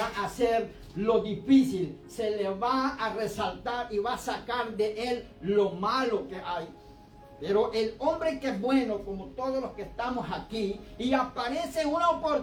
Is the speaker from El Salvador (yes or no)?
yes; El Salvador; yo pasé por la guerra de los 80 en mi país.